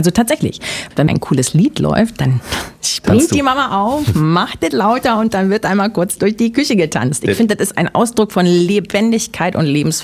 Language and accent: German; Berlin, Germany; Ja, ich bin ja Berliner.